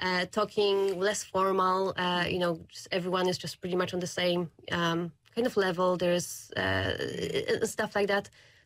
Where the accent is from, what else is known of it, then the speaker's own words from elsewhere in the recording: Gdańsk, Pomeranian Voivodeship, Poland; moved away as an adult; also born or lived in United States; now in New Zealand; I'm from Gdańsk.